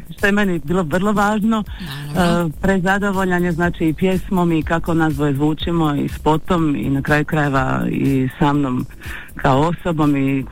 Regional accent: Zadar, Zadar County, Croatia; born there; Da, ja sam u Zadru, ja živim u Zadru, rodila sam se u Zadru i u Zadru sam.

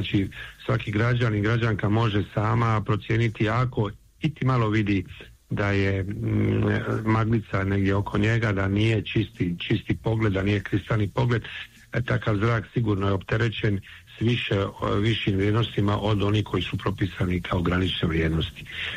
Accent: Split, Split-Dalmatia County, Croatia; ja dolazim iz Splita

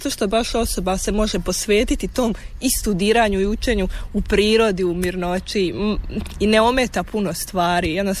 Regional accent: Donja Mahala, Federation of Bosnia and Herzegovina, Bosnia & Herzegovina; Ja dolazim iz Bosanske Posavine, odnosno iz Donja Mahale kod Orašja.

